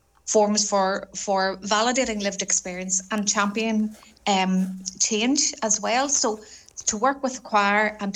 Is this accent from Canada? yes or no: no; Northern Ireland, United Kingdom; moved away; I'm originally from County Armagh, and you lived in a very rural area, and where roads weren't great